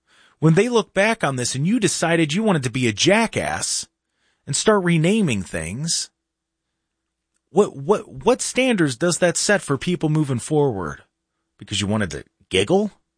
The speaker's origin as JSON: {"language": "English", "town": "Cleveland", "region": "Ohio", "country": "United States", "tie": "born or raised there", "said": "But I live in the suburbs now, and I was born and raised in Cleveland."}